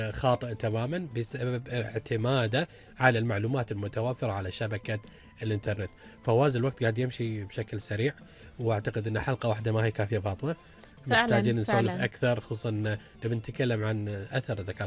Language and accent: Arabic; Kuwait; حتى عندنا بالكويت